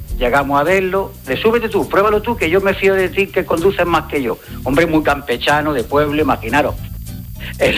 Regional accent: Almería, Andalusia, Spain; now in Málaga, Spain; Yo soy de Almería, aunque ahora vivo en Málaga.

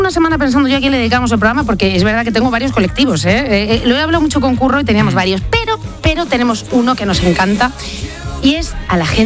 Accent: Extremadura, Spain; Yo que soy extremeña

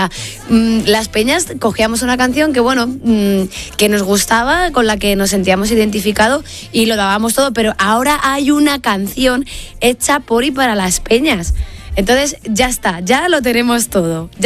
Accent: Segovia, Castile and León, Spain; he estado en la fiesta de mi pueblo, en el pregón, y es verdad que se abrió y se cerró con esta, pero claro, yo soy de allí

